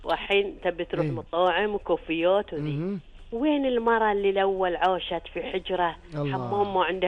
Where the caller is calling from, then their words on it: Bahrain; أنا أكلمك من هني من البحرين